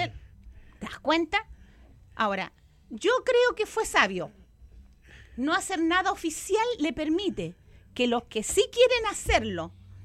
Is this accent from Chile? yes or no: yes; Chile